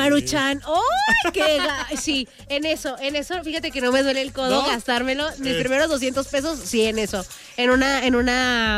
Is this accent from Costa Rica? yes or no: no; León, Guanajuato, Mexico; todos los que somos de aquí de León sabemos que esos tacos son muy buenos